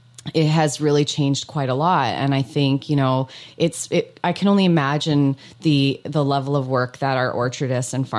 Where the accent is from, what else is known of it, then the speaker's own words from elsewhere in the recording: Alberta, Canada; now in Okanagan, Canada; when I grew up in Alberta